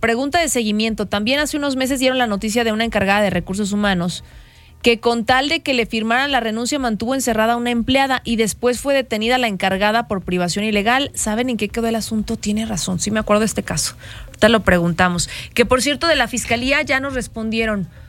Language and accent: Spanish; Asientos, Aguascalientes, Mexico; Entonces, si yo soy de Asientos, forzosamente tengo que meter a mi hija en Asientos.